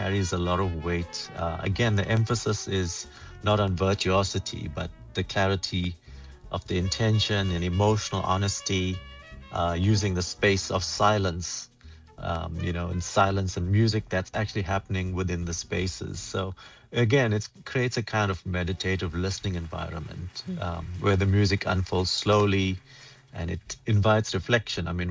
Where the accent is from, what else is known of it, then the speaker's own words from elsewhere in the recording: Phoenix, KwaZulu-Natal, South Africa; And I'm actually Indian, so I wasn't exposed to this music. I grew up in a township of Phoenix, north of Natal.